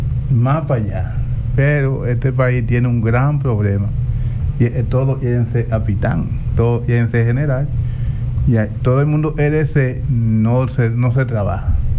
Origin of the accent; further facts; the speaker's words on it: Dominican Republic; Nosotros como dominicanos tenemos un chin de preparación.